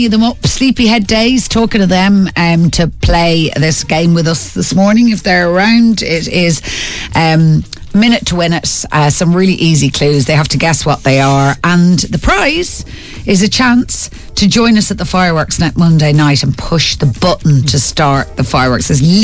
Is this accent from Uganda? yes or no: no; Ireland; when I told them I was from Ireland